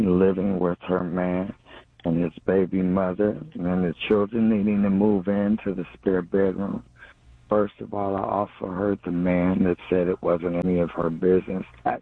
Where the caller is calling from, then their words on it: Cleveland, Ohio, United States; I'm calling from Cleveland